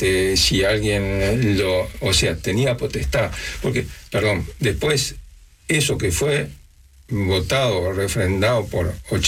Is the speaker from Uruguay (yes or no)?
yes; Uruguay; born there; Yo quiero decir primero que yo nací en Uruguay.